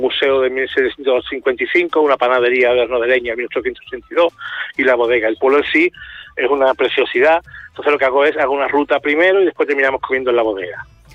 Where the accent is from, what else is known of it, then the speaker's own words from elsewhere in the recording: San Fernando, Andalusia, Spain; moved away; Yo soy de San Fernando, de Cádiz, entonces el punto marítimo, el guiño a Cádiz siempre lo traigo